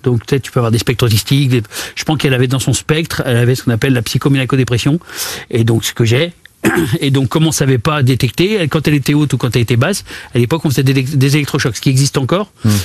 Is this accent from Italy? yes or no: no; Bron, Auvergne-Rhône-Alpes, France; born there; also born or lived in Saint-Étienne; Parce que je suis né à Bron, comme Benzema.